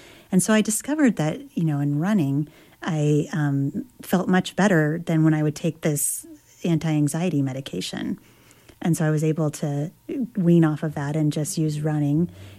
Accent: Wyoming, United States; I grew up in Wyoming where there's a very strong tradition of giving and taking

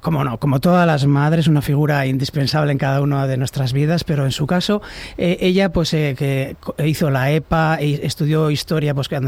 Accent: Bilbao, Basque Country, Spain; yo soy de Recalde y entonces yo he estudiado en la Ikastola Urretxindorra y en San Adrián, cuando no existía Miribilla

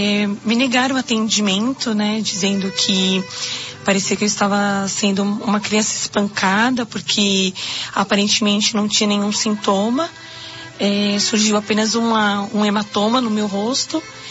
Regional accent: São Paulo, Brazil; eu sou do bairro de Sacomã, São Paulo. Hoje tenho 22 anos

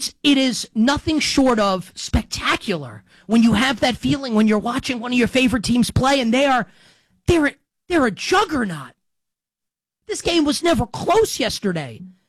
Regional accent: New York, United States; New York beats Philly, and you know as a New Yorker, I absolutely love it.

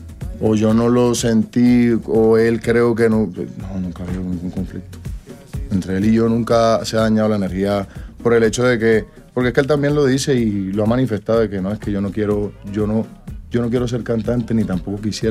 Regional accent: Colombia; yo soy colombiano, yo soy de aquí.

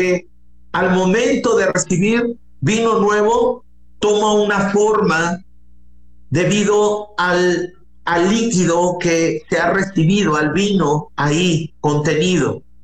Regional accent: Mexico; en mi tierra mexicana

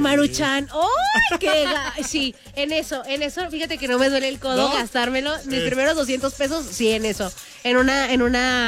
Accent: León, Guanajuato, Mexico; todos los que somos de aquí de León

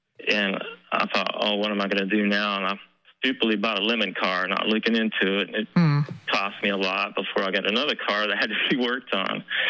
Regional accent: Weatherford, United States; I was eating at my a pizza place in my hometown of Weatherford I grew up in.

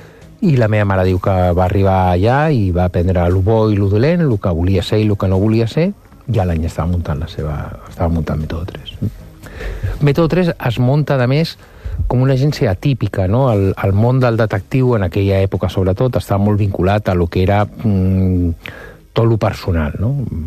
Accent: Barcelona, Catalonia, Spain; vinc d'una família de classe mitja alta de la ciutat de Barcelona, molt clàssica i molt típica, no?, de professionals liberals

